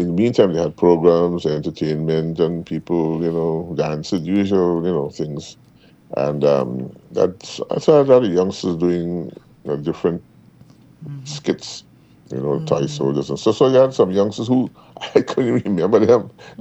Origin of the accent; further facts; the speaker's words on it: Triumph, Demerara-Mahaica, Guyana; I grew up in BV, Triumph